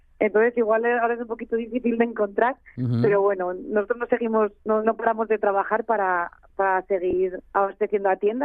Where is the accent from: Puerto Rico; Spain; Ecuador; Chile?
Spain; Community of Madrid; Porque yo soy madrileña. Lo que pasa es que empecé a veranear aquí a los 8 años